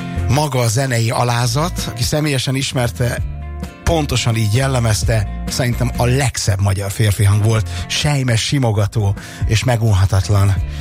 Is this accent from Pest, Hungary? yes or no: no; Debrecen, Hajdú-Bihar, Hungary; born there; Egy évben születtünk itt Debrecenben